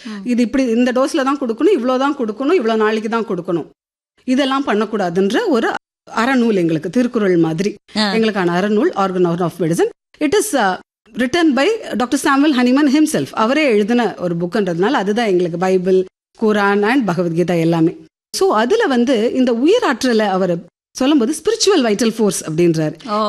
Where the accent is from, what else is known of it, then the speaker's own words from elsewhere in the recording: India; first language Telugu; என் தாய்மொழி வந்து தெலுங்குங்க.